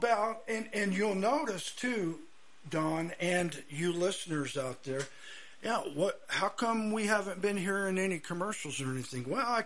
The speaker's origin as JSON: {"language": "English", "town": "Seymour", "region": "Indiana", "country": "United States", "tie": "born or raised there", "said": "I grew up in the Seymour First Church of the Nazarene"}